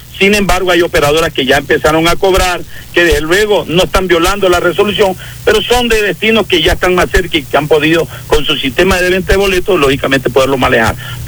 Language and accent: Spanish; Ecuador